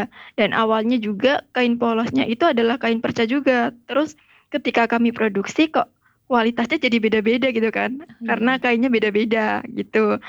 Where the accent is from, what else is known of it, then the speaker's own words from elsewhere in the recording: Lamongan, East Java, Indonesia; born there; di Lamongan, yeah, di kota kelahiran saya gitu kan, di Lamongan